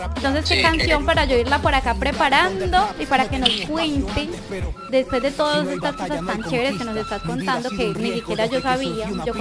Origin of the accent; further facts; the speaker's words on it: Colombia; now in Mexico; yo soy colombiana